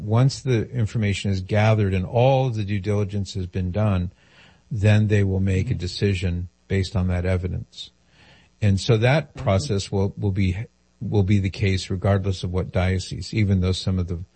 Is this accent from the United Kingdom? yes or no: no; Mission Viejo, California, United States; I grew up in Mission Viejo, so down the street from where you are. And man, I heard KHJ and K-Earth 101 on the radio endlessly for years.